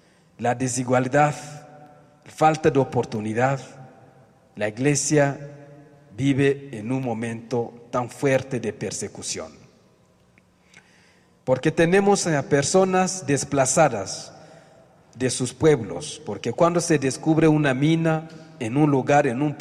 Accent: Bukavu, South Kivu, DR Congo; Spanish is a second language; Tenemos el caso más reciente del arzobispo de Bukavu, de la arquidiócesis de donde yo vengo, la parte este del Congo.

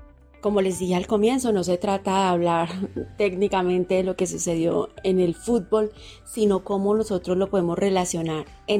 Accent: Colombia; esta experiencia que hemos vivido como colombianos, como país

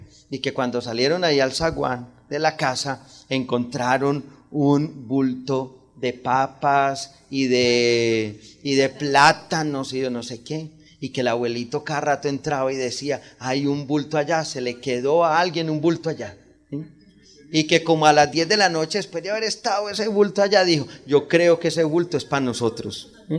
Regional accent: Antioquia, Colombia; Como los antioqueños todos creemos que todavía vivimos al lado del río y gritamos, sobre todo algunos.

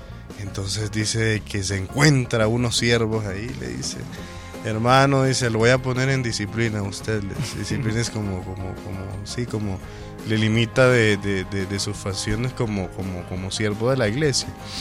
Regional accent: Nicaragua; moved away; soy nicaragüense.

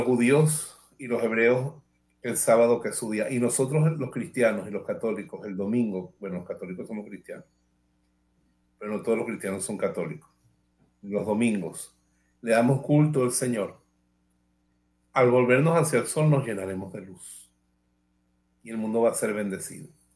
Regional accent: Bejuma, Carabobo, Venezuela; En Bejuma, que es mi pueblo, hay 4 chances dominicales de ir a misa.

